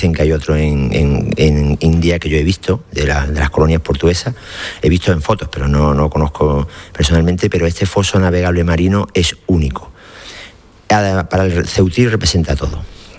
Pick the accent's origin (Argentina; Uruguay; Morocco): Morocco; Otros somos españoles, yo de Marruecos, otros andaluces.